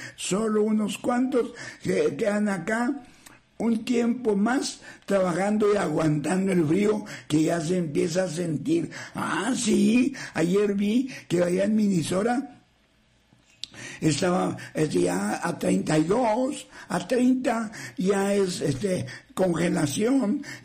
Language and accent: Spanish; General Terán, Nuevo León, Mexico; Ánimo, yo también soy de Terán. Ándale, has de ser bueno para cantar, porque los de ahí de Terán, el que no canta es que tiene enferma la garganta, pues ahí eran los alegres, y es cierto.